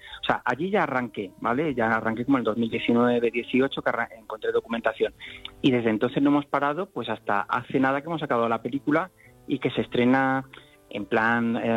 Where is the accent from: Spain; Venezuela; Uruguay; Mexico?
Spain; Málaga, Andalusia; Bueno, lo primero, yo soy andaluz, soy de Málaga, y yo Lorca lo llevo en el ADN y en la sangre desde pequeño.